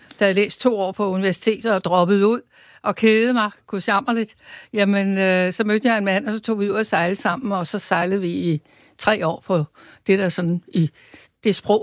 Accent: Roskilde, Zealand, Denmark; jeg talte lidt forståeligt moderne dansk. Og så kunne de høre, at jeg var fra Roskilde.

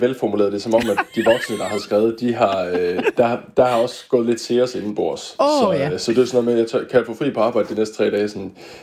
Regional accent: Aarhus, Central Denmark Region, Denmark; Vi er født og vokset i Aarhus

